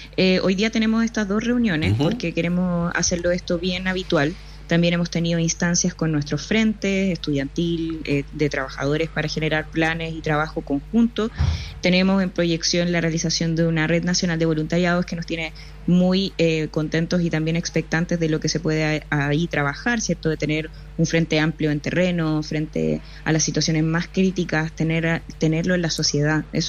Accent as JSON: {"language": "Spanish", "country": "Chile"}